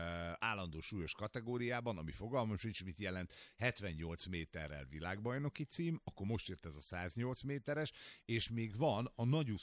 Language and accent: Hungarian; Hungary; az József Attila, vidéki vagyok.